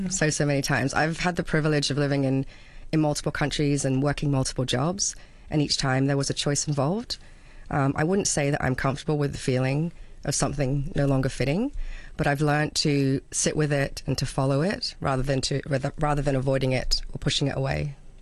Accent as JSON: {"language": "English", "country": "Hong Kong", "tie": "born or raised there", "said": "My parents and their New Zealand culture has definitely shaped me, but also growing up in Hong Kong, I had a British education and I had friends from all over."}